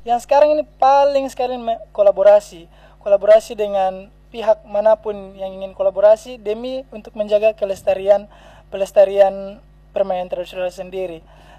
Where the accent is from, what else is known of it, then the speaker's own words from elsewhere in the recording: Maluku, Indonesia; identitas kita sebagai warga Maluku.